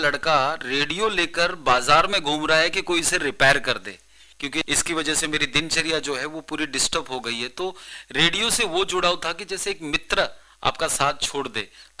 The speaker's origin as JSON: {"language": "Hindi", "town": "Ahmedabad", "region": "Gujarat", "country": "India"}